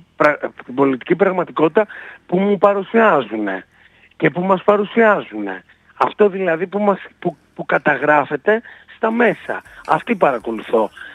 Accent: Greece; που είμαστε Έλληνες, από τα ίδια σόγια, από τα ίδια σπίτια

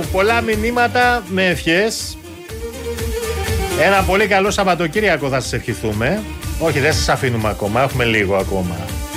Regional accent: Greece; προσωπικά θεωρώ ότι η πατρίδα μου είναι η πιο όμορφη χώρα στον κόσμο

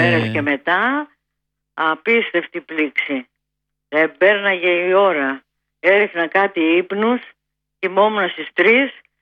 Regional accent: Pangrati, Attica, Greece; born there; Γεννήθηκα στο Παγκράτη

